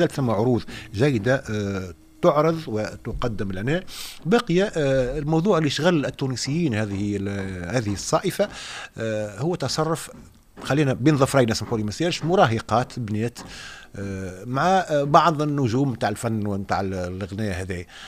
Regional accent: Tunisia

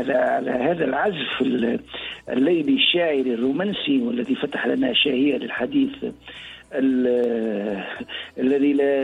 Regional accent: Tunisia; في جهتنا بالصقلبة

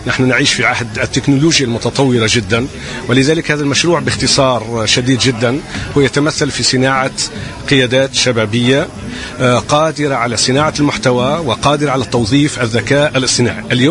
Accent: Tunisia; بحكم أنا تونسي

